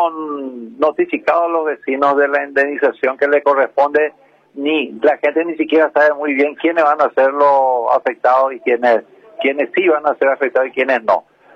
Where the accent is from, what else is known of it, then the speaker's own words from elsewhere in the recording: Paraguay; qué raro que somos los paraguayos